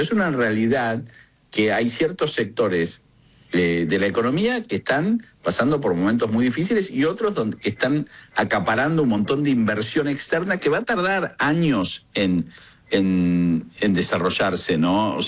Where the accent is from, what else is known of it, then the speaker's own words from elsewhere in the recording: Argentina; los otros éramos argentinos